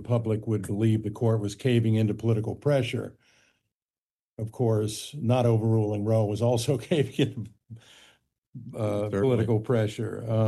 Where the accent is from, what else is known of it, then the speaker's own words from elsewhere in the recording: California, United States; as in my home state of California